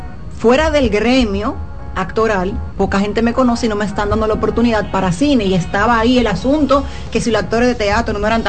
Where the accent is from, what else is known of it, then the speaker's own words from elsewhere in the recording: Cibao, Dominican Republic; yo soy de Cibao, nanita.